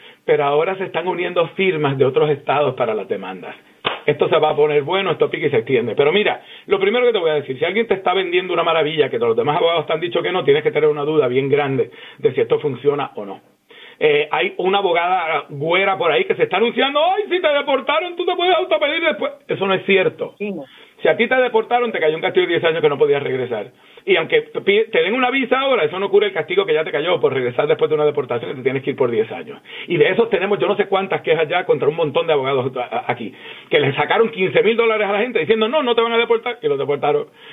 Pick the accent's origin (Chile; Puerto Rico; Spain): Puerto Rico; now in Houston, United States; Yo soy puertorriqueño.